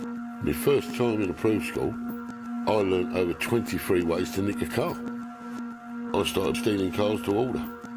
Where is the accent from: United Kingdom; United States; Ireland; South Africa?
United Kingdom; East End, London; born there; I was born in East End, in East London. Shipped to an orphanage when I was a couple of years of age.